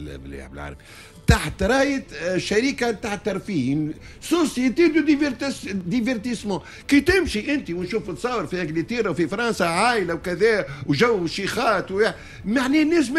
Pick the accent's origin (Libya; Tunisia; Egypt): Tunisia; انا مثلا تونسي